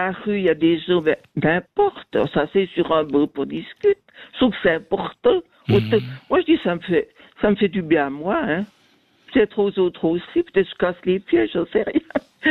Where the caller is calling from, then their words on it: Fribourg, Switzerland; moi j'habite au Gruyère, j'organise en Gruyère.